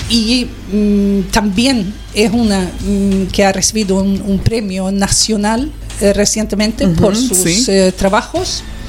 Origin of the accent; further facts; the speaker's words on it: Sweden; Spanish is a second language; moved away as an adult; now in Lanzarote, Spain; mi historia es también que soy sí. sueca.